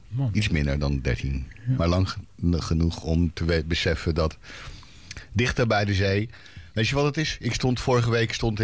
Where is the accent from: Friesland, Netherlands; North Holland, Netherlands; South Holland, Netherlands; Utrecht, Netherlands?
South Holland, Netherlands; Leidschendam; Net zoals dat ik ook gewoon mijn jeugd in Leidschendam heb doorgebracht.